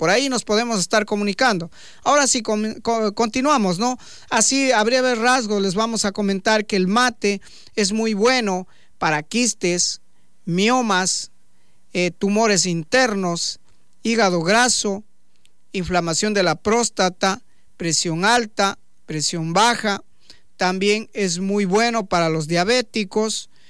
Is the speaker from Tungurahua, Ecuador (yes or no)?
no; Shushufindi, Sucumbíos, Ecuador; Somos del cantón Chuchufindi, provincia de Sucumbíos.